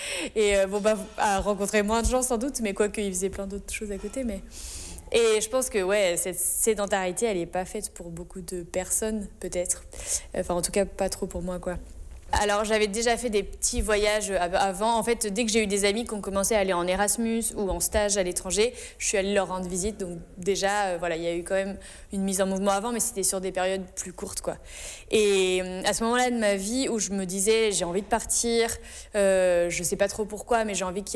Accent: Nouvelle-Aquitaine, France; Moi, je viens de la Charente. Mes parents, ils étaient agriculteurs et j'ai grandi vraiment tout le temps dans la nature, assez libre, à jouer dehors, à faire plein de choses comme ça. Mais je suis pas du tout née dans une famille de voyageurs

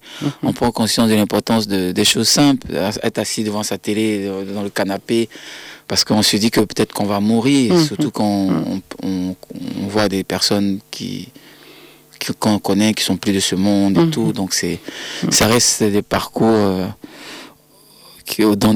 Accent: Abidjan, Côte d’Ivoire; born there; moved away as an adult; À Côte d'Ivoire, à Abidjan.

